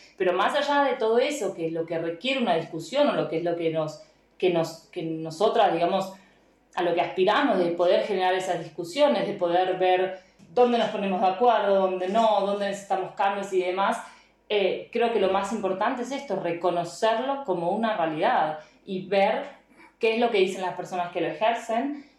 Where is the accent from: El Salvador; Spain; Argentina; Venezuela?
Argentina; now in Vienna, Austria; Yo vengo originalmente de Argentina